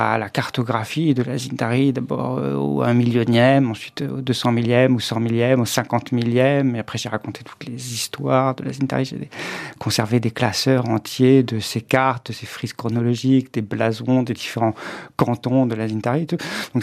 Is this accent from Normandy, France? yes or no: no; Auvergne-Rhône-Alpes, France; j'ai grandi dans l'Isère, et de l'autre côté, c'était l'Ain.